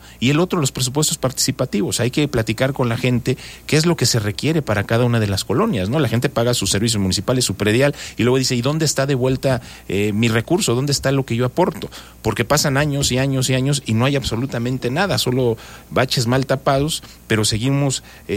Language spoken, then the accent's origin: Spanish; Cuernavaca, Morelos, Mexico; Yo pues nací aquí en el 71, soy originario aquí de Cuernavaca